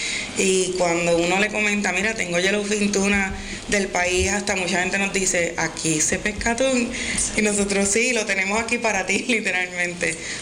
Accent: Sabana Grande, Puerto Rico; Yo soy de Sabana Grande, somos un pueblo, como digo Jan, con un paladar criollito.

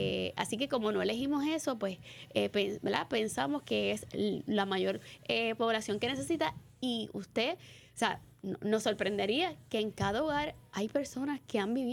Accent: Puerto Rico; nos enseñan como puertorriqueños que la vulnerabilidad es parte del crecimiento y de la necesidad

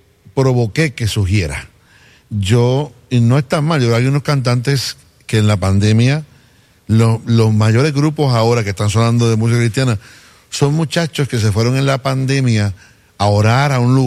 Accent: Cidra, Puerto Rico; moved away as an adult; now in Caguas, Puerto Rico; Y me crié en el pueblo de Sidra. Mi mamá es de Calley, de Farallón.

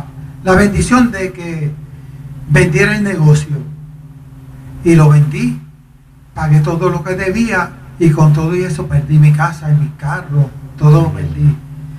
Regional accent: Yauco, Puerto Rico; nos fuimos para mi pueblo Yauco

